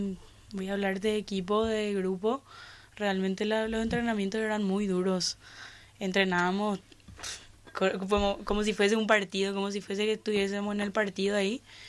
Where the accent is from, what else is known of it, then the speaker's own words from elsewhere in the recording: Colonias Unidas, Itapúa, Paraguay; Comencé en el Club Unión de Bellavista. Yo soy de Itapúa, de Colonias Unidas.